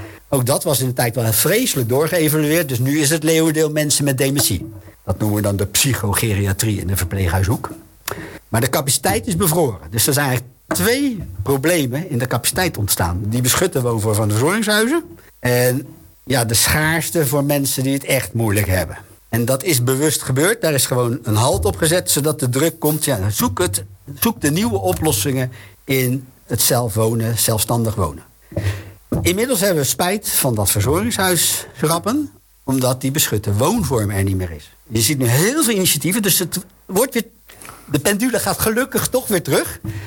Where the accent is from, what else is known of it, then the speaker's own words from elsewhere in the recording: Rotterdam, South Holland, Netherlands; zou ik als Rotterdammer kunnen zeggen.